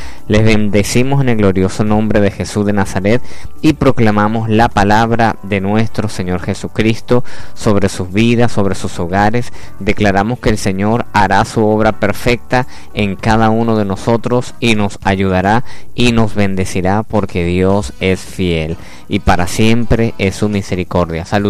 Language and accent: Spanish; Venezuela; Nosotros que somos venezolanos tenemos que orar por Venezuela